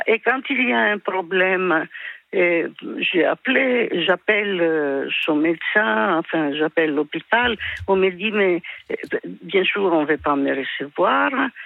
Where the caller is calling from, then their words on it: Paris, Île-de-France, France; j'habite à Paris.